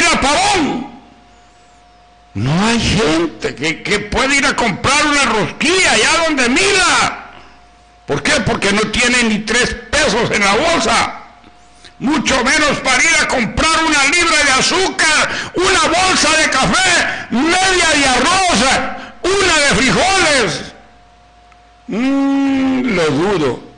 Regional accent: Honduras; nosotros será que no somos hondureños.

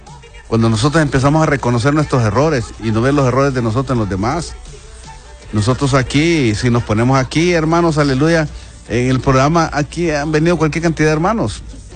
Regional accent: Tegucigalpa, Francisco Morazán, Honduras; born there; nací en Honduras, aquí en Tegucigalpa, pero mis raíces, mis abuelos, mis bisabuelos, ahí hablan que somos, pues venimos de los españoles

